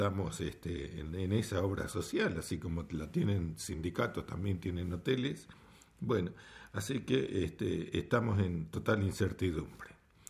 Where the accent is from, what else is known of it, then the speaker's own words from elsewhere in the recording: Paraná, Entre Ríos, Argentina; cuando era chico, mira, en Paraná teníamos un vecino